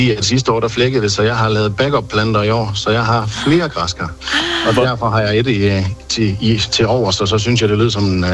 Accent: Mørke, Central Denmark Region, Denmark; Jamen, jeg er fra Djursland, fra Mørke.

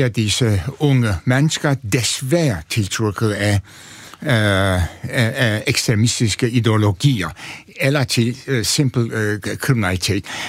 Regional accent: Antalya, Turkey; Altså, jeg kommer fra en overmiddelklasse familie. Altså, min far var apoteker, tjente mange penge i den lille by Antalya, som er kæmpestor, trist by.

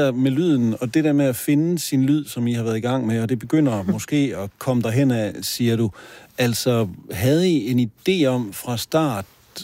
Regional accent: Jutland, Denmark; Altså nu er jeg jo jyde

